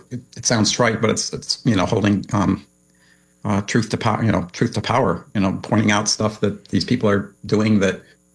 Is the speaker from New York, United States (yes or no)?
yes; New York, United States; The Buffalo region. So I grew up there, and that's those are my roots.